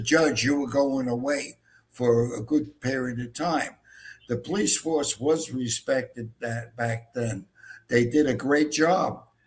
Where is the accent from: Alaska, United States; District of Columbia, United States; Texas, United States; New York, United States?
New York, United States; born there; moved away; I was born in Brooklyn, New York. You could never tell from the accent.